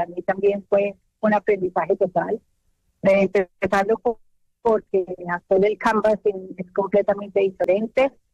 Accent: Colombia; Soy la primera colombiana en el Boro de Estado, más no soy la primera concejala.

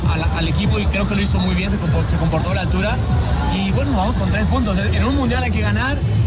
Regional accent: Mexico; Hoy como mexicano esperaba una fiesta

